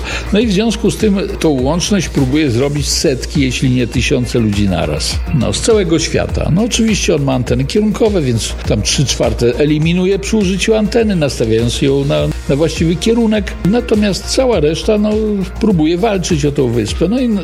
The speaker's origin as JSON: {"language": "Polish", "town": "Biała Podlaska", "region": "Lublin Voivodeship", "country": "Poland", "said": "znalazł, że my z Białej Podlaski, ze mną się skontaktował"}